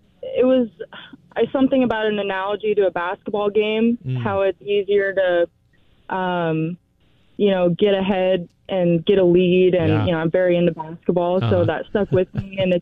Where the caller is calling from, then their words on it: Lincoln, Nebraska, United States; Lincoln, Nebraska.